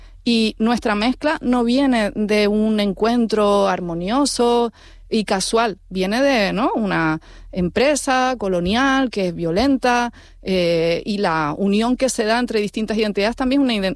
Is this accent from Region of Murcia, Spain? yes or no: no; Canary Islands, Spain; Somos ese sujeto canario, que es un sujeto de mezcla.